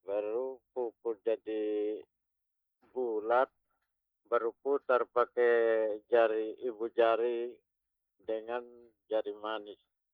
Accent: Sabu, East Nusa Tenggara, Indonesia; Woi, kami pun bermain dari kecil di Sabu sana terlalu banyak.

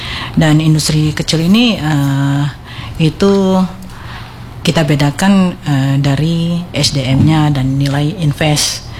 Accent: Bangka Belitung Islands, Indonesia; kemplang kalau kita orang Bangka ini kan.

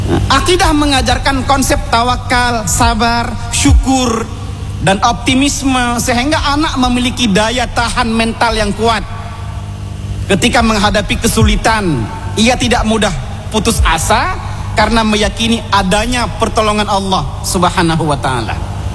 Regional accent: Aceh, Indonesia; aku anak Aceh, aku Muslim, maka apalagi aku membawa marwah nama Aceh

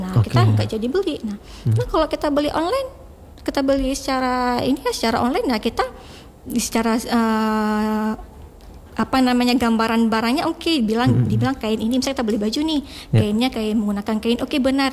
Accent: Aceh, Indonesia; Karena kita Aceh ini

